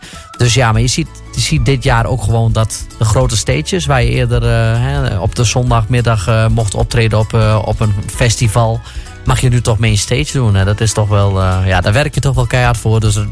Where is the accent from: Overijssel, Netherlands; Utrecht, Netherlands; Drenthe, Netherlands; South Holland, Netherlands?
Drenthe, Netherlands; ik kom uit Drenthe.